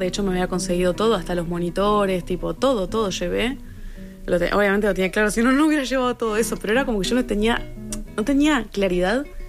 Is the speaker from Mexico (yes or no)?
no; Uruguay; moved away; ellos pensaban que estaba en Uruguay, porque como que habían dado por mí, conmigo por uruguayos, y porque querían que alguien de Uruguay fuera a hacerlo.